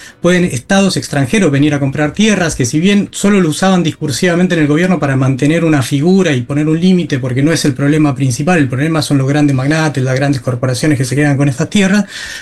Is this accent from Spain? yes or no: no; Argentina